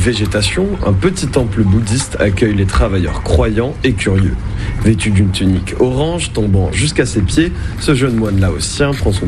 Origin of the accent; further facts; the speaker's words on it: France; Je suis français